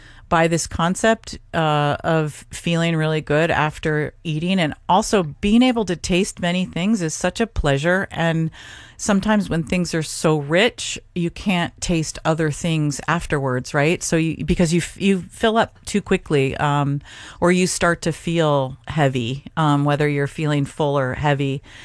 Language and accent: English; Seattle, Washington, United States; moved away; I come from Seattle, Washington, from a Norwegian family on both sides